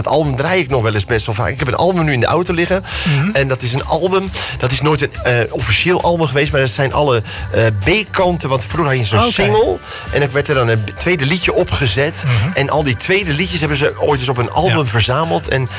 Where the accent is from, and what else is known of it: Ter Aar, South Holland, Netherlands